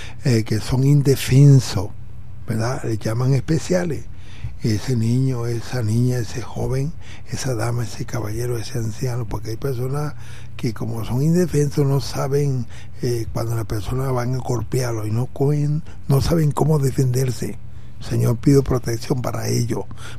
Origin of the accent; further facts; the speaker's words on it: Venezuela; tú eres Venezuela y nosotros también somos venezolanos.